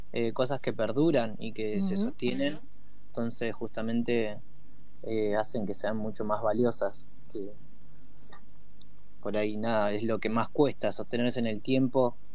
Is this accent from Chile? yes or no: no; Comodoro Rivadavia, Chubut, Argentina; born there; moved away as an adult; now in La Plata, Argentina; Yo soy nacido en Comodoro, pero ya estoy hace 7 años acá en La Plata y me he encontrado con un lugar muy amable para vivir y para desarrollar mi trabajo.